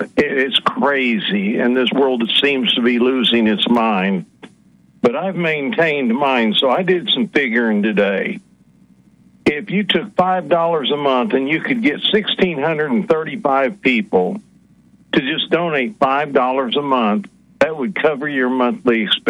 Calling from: Missouri, United States; in Southwest Missouri.

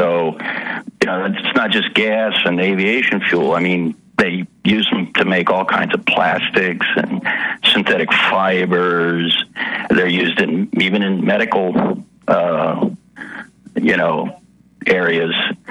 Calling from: Texas, United States; in Texas.

